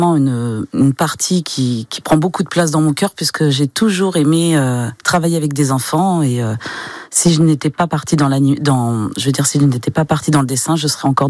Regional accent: Mayenne, Pays de la Loire, France; also born or lived in Laval; je suis de Montigné-le-Briand, née à Laval, et j'ai grandi entre Montigné et Ahuillé.

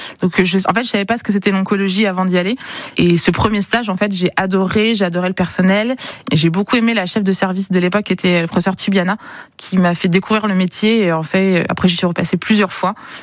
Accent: Limoges, Nouvelle-Aquitaine, France; born there; also born or lived in Itabuna, Brazil; Je suis née au Brésil, dans une petite ville qui s'appelle Itabuna, et donc j'ai été adoptée à un mois avant d'arriver directement à Limoges

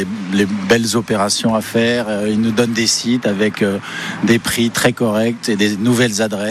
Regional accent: Paris, Île-de-France, France; je suis parisien

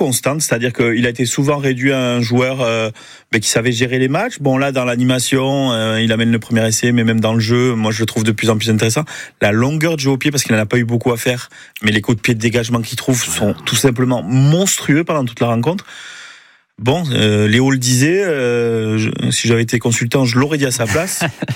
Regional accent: France; parce qu'on est français et qu'on voulait voir ce choc de titan

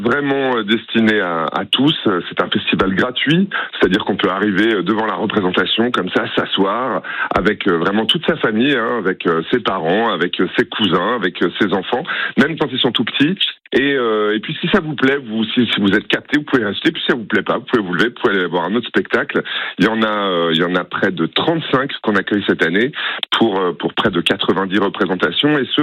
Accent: Grand Est, France; Moi, je viens d'un petit village de Moselle

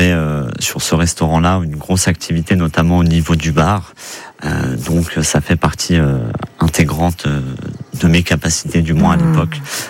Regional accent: Marignier, Auvergne-Rhône-Alpes, France; Je suis originaire de la vallée de l'Arve. J'ai grandi une grande partie de ma vie à Marigny.

